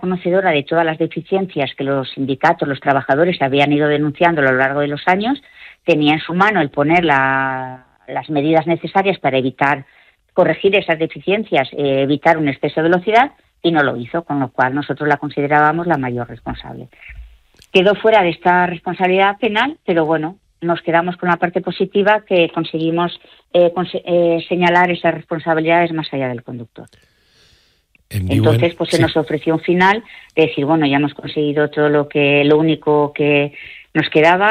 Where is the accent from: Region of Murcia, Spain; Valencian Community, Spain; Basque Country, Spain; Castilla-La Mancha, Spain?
Valencian Community, Spain; Torrent; yo soy de Torrent, vivo aquí en Torrent, entonces lo siento como lo tengo más cercano